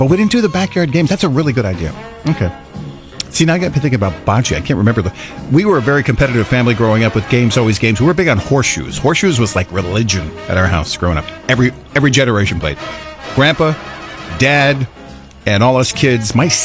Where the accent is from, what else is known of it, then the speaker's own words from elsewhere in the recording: Rhode Island, United States; Of course I do. Are you kidding me? I grew up in Rhode Island.